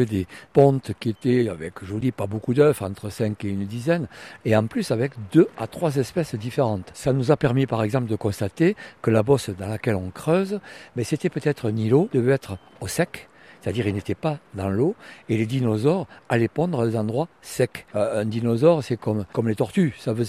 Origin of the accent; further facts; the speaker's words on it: south of France, France; comme je viens du sud de la France, Piémont-Pyrénées